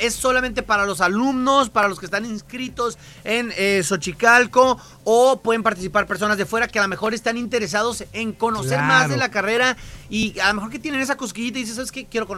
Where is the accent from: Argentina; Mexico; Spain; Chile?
Mexico; soy más mexicano que el nopal.